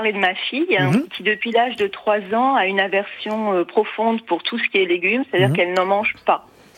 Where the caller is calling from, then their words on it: Gif-sur-Yvette, Île-de-France, France; De Gif-sur-Yvette.